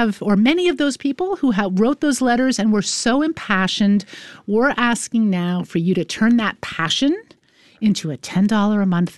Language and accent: English; Bellefonte, Pennsylvania, United States; Belfont, you know, I'm from Belfont.